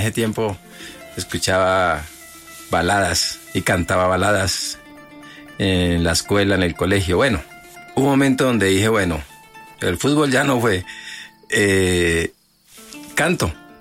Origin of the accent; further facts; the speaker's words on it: Villavicencio, Meta, Colombia; born there; nace en la ciudad de Villavicencio el 30 de mayo de 1965.